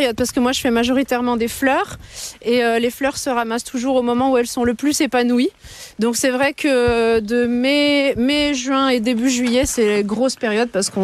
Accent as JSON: {"language": "French", "region": "Bourgogne-Franche-Comté", "country": "France", "moved": "yes", "lives_now": "Ardèche, France", "said": "Non, je suis de Franche-Comté."}